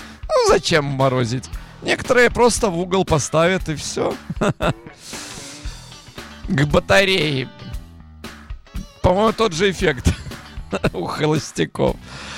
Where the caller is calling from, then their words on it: Hadera, Haifa District, Israel; Здравствуйте … из Хадеры.